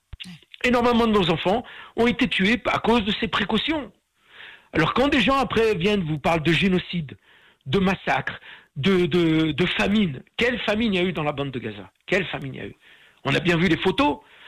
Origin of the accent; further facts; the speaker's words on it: Tlemcen, Tlemcen Province, Algeria; born there; moi je suis né à Tlemcen, je fais partie de la dernière génération de jeunes juifs qui sont nés à Tlemcen.